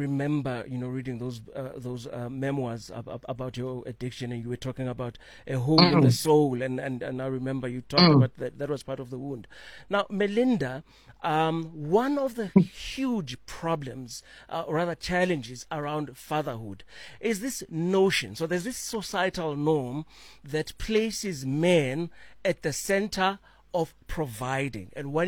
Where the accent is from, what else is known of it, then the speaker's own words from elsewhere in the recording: Hammarsdale, KwaZulu-Natal, South Africa; I remember a particular guy in my neighborhood growing up in Hammersdale.